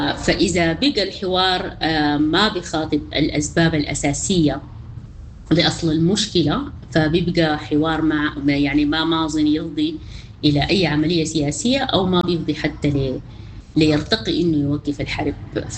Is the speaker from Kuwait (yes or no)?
no; Sudan; لنا نحن كشعب سوداني